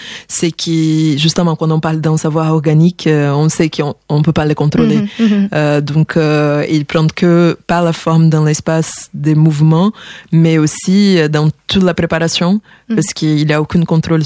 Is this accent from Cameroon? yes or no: no; Rio de Janeiro, Brazil; French is a second language; un voyage d'exploration qui est arrivé à chez moi, à Rio de Janeiro.